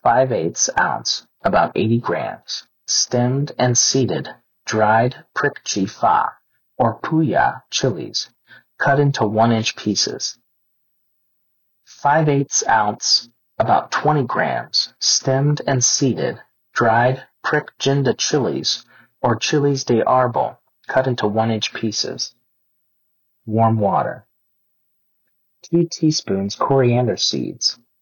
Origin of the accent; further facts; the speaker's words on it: Bangkok, Thailand; moved away as an adult; now in overseas; Thai cooking is my heritage. It's my culture. I was born and raised in Bangkok, and I grew up surrounded by fantastic food. When I decided to live overseas as an adult